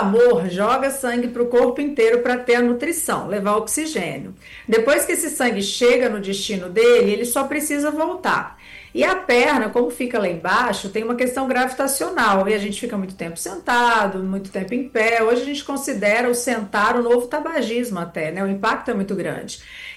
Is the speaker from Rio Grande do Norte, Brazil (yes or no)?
no; Minas Gerais, Brazil; moved away; eu sou de Minas, lá a gente fala que o gato sobe no telhado.